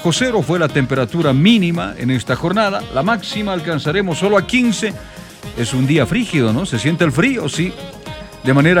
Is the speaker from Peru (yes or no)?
no; Bolivia; Como estamos en Bolivia, somos bolivianos y bolivianas